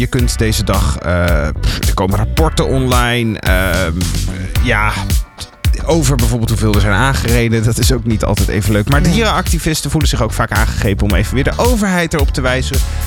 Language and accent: Dutch; Leeuwarden, Friesland, Netherlands; Ik kom uit Leeuwarden